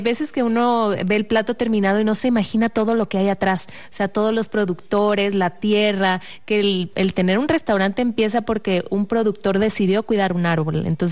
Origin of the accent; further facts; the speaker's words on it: Comalcalco, Tabasco, Mexico; now in Mexico City, Mexico; Siempre la cocina tabasqueña es inspiración, es mi raíz, es donde yo crecí, donde yo comí todos los primeros años de mi vida